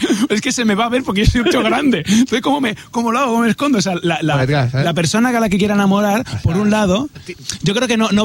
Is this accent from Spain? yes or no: yes; Badajoz, Extremadura, Spain; moved away; Somos así en mi tierra